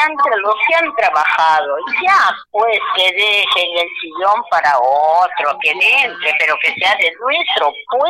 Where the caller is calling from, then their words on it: Íllimo, Lambayeque, Peru; Aquí estoy desde Illimo